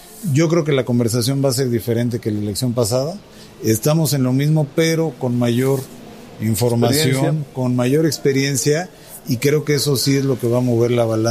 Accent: Mexico

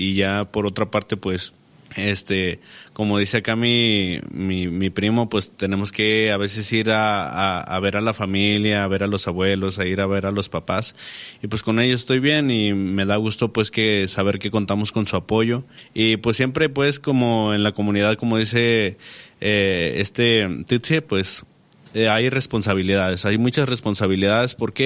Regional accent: Wixárika territory, Mexico; traemos esa descendencia muy marcada, y no por el simple hecho de hablar el idioma significa que seamos wirras

